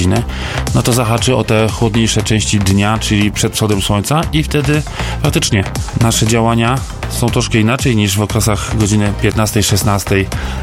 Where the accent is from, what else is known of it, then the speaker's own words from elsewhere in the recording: Wiśniowa, Subcarpathian Voivodeship, Poland; mieszkając, wychowując się w Wiśniowej.